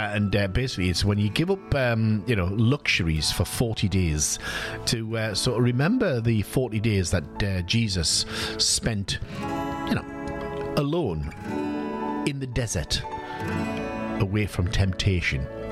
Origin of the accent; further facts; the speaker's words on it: South Shields, North East England, United Kingdom; because I am from South Shields. I am a sand dancer. I am proud of the fact that I'm a sand dancer.